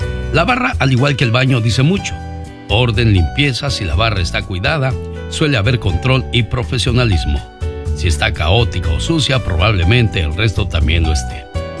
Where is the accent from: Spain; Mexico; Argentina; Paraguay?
Mexico; yo soy mexicano